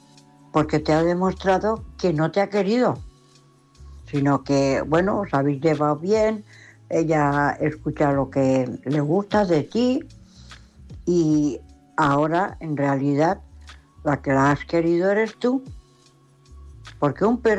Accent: Valencia, Valencian Community, Spain; Bueno, ya sabes que … de Valencia.

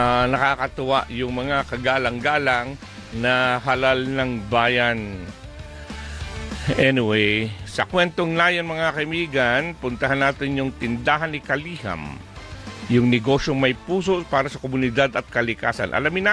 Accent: Oriental Mindoro, Philippines; Doon sa amin sa Oriental Mindoro

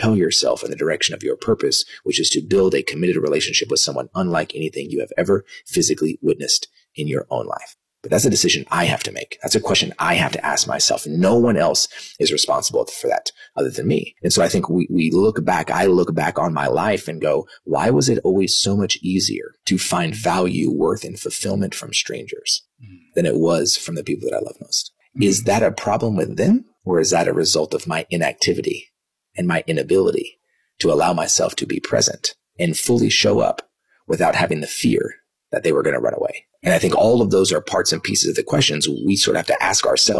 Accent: Dallas, Texas, United States; also born or lived in Kansas; So I was born in 1983. I was born in Kansas. I only lived there for about a week, came back to Dallas

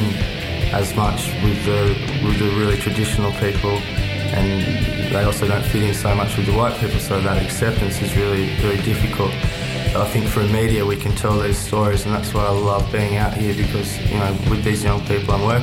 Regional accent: Moree, New South Wales, Australia; moved away as an adult; also born or lived in Ipswich, Queensland; now in Tennant Creek, Australia; where I grew up in Moree. It's a small town, it's you know, dry, like Tennant Creek.

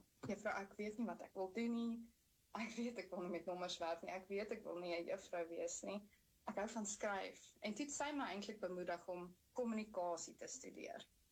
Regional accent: Johannesburg, Gauteng, South Africa; moved away as an adult; now in New Zealand; Ek kom van die Wesrand in Johannesburg en ek het wonderlike grootwordjare gehad.

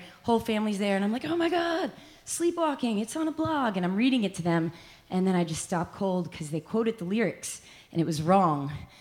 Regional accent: New Jersey, United States; I'm from New Jersey.

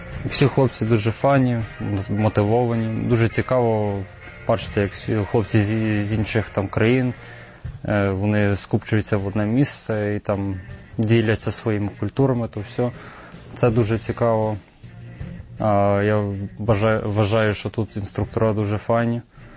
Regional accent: Canada; moved away as an adult; now in Ukraine; Я виріс в Канаді, я там жив майже ціле своє життя. До війни я був студентом університету Торонто.

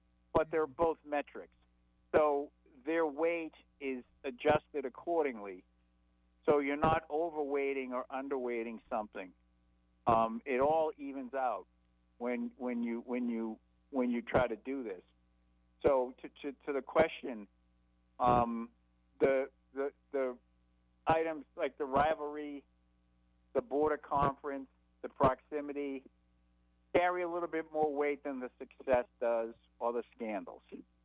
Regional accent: Massachusetts, United States; I'm from Massachusetts.

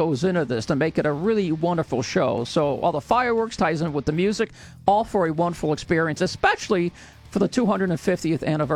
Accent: Chicago, Illinois, United States; now in Rockford, United States; I'm from Chicago

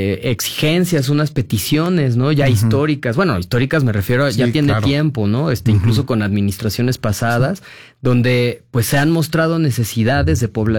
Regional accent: Mexico

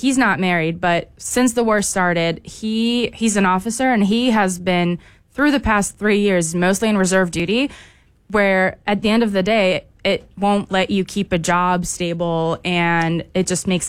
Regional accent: Israel; I always hesitate saying confidently that I'm from Israel.

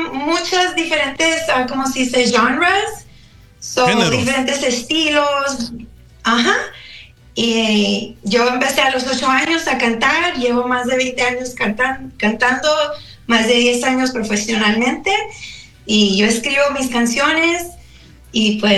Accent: Nogales, Arizona, United States; now in Phoenix, United States; Yo soy de Nogales, pero vivo en Phoenix.

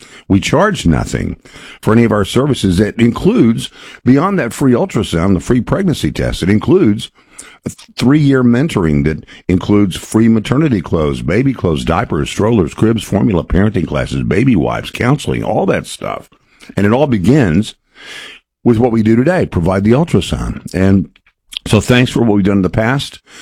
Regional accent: Texas, United States; Texas, very, very conservative on this issue, my home state

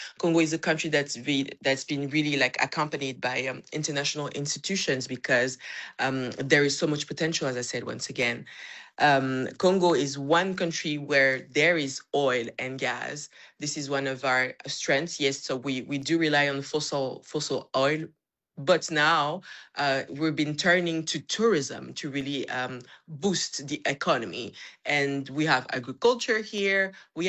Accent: Gabon; born or raised there

